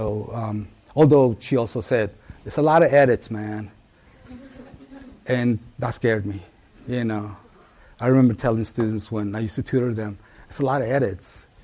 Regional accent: Oakland, California, United States; English is a second language; I grew up in East Oakland, 82nd Avenue, which is located right in the heart of East Oakland, Chernobyl, right there, right? And so my dad worked in that area, and I went to school in that area.

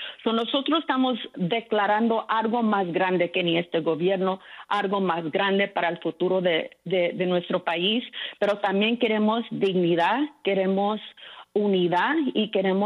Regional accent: Oxnard, California, United States; cuando yo estaba creciendo en Oxnard, California, yo estaba creciendo con coaches que eran afroamericanos.

